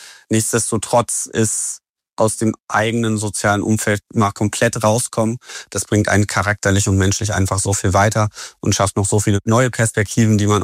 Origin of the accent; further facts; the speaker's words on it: Warstein, North Rhine-Westphalia, Germany; Also, da fange ich natürlich an bei meiner Heimatstadt Warstein